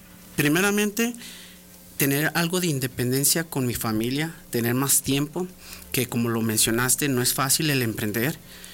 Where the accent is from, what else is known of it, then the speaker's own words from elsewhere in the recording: Aguascalientes, Mexico; born there; soy nacido aquí en Aguascalientes, tengo 37 años